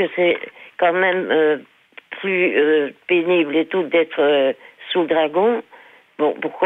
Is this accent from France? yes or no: no; Mons, Wallonia, Belgium; born there; je suis née à Mons, ça fait 75 ans que je vis à Mons.